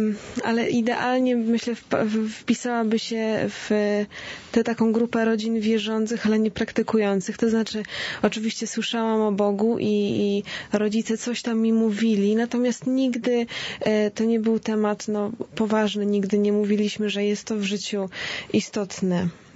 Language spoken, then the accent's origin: Polish; Łódź, Łódź Voivodeship, Poland; chociaż moi rodzice, mój tato pochodzi z mniejszej miejscowości, ale ja już od urodzenia mieszkam w Łodzi, jestem łodzianką.